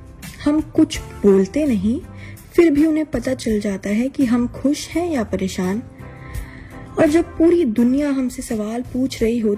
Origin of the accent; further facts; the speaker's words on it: Delhi, India; और मैं दिल्ली से हूँ।